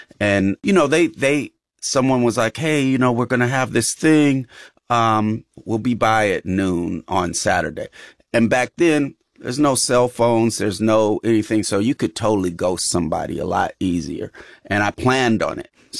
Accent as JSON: {"language": "English", "region": "California", "country": "United States", "said": "obviously I come from the Bay Area, so I'm going to shoot shots on that behalf."}